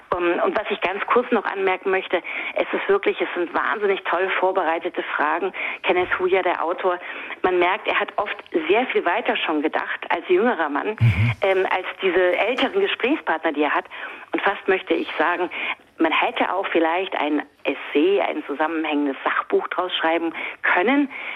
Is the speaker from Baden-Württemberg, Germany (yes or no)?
no; Frankfurt, Hesse, Germany; Und ich merkte, als Frankfurterin hatte ich diese Identitätseinheitlichkeit irgendwie nie.